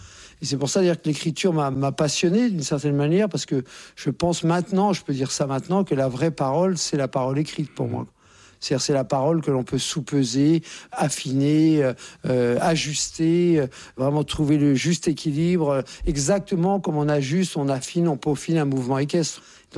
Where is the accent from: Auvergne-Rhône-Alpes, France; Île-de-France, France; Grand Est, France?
Île-de-France, France; Courbevoie; born there; je suis né à Courbevoie, donc c'est pas une région, comme chacun sait, qui ne pullule pas de chevaux.